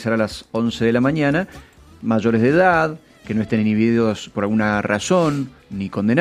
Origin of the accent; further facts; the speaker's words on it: Mendoza, Argentina; Todos los que estamos empadronados, que somos ciudadanos de Mendoza